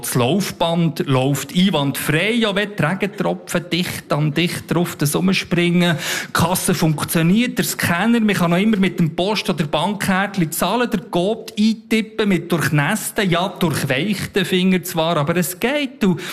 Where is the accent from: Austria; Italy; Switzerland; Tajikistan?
Switzerland; Bern; now in Zurich, Switzerland; Ich komme ursprünglich aus dem Emmental, wohne jetzt aber schon seit längerem in Zürich.